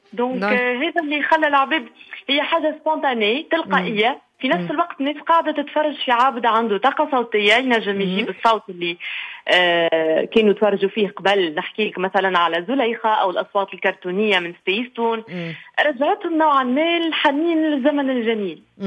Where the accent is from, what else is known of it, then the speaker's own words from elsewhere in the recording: Tunisia; accent: Tunisian; كما نقولوا بلهجتنا التونسيه